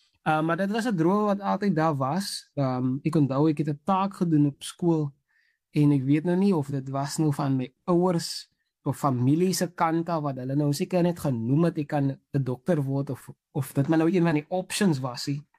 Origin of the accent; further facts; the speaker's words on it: Macassar, Western Cape, South Africa; is 'n laity, soos ek nou sal noem, van Makassar en groot geword, skool gegaan, Oklahoma primêr en dan hoërskool, Makassar hoër.